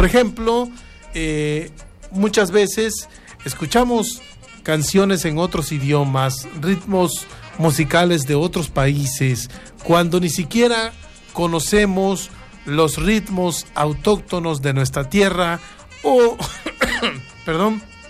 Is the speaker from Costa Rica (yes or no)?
no; Tabasco, Mexico; Ahí sí me siento yo tabasqueño y me pongo la guayabera y me pongo el chontal y me pongo mi paliacate rojo al cuello